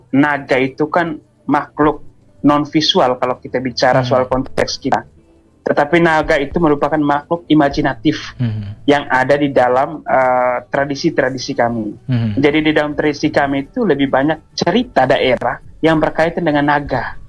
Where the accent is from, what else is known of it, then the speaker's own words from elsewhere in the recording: East Nusa Tenggara, Indonesia; dalam versi kami orang Sika bagian timur